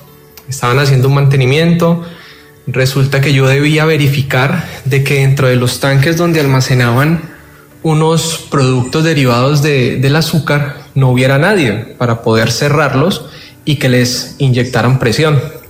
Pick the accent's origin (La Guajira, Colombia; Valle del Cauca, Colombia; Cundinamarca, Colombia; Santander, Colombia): Valle del Cauca, Colombia; Palmira; Bueno, resulta que yo trabajaba, yo soy de Palmira, Valle del Cauca. Trabajé en un ingenio azucarero.